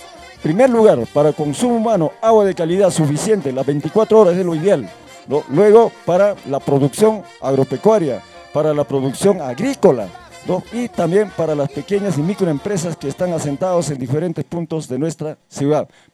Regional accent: Ancash, Peru; nosotros somos, de la zona, o sea, somos pues natos, en este caso, del campo, ¿no? Yo provengo del centro poblado

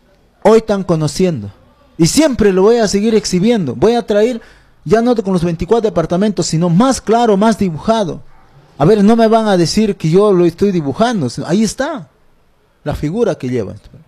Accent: Peru; cada uno de nosotros como peruanos

